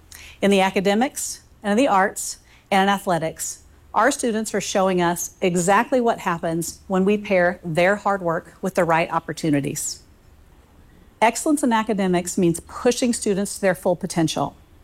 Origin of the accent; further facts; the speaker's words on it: Evansville, Indiana, United States; I was born in Evansville and raised on the southeast side by my great-grandparents.